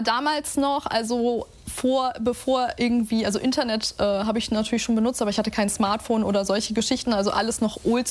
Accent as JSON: {"language": "German", "town": "Kiel", "region": "Schleswig-Holstein", "country": "Germany", "tie": "born or raised there", "also_born_or_lived": "Preetz / Ascheberg", "said": "Wir haben erst in Ascheberg gewohnt, dann in Preetz später und dann in Kiel. Also eigentlich irgendwie seit dem Kindergarten schon in Kiel."}